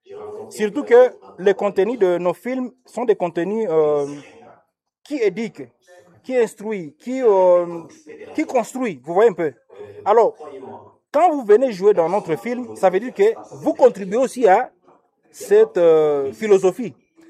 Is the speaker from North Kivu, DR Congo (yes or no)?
yes; Butembo, North Kivu, DR Congo; ici chez nous, au Boutembo?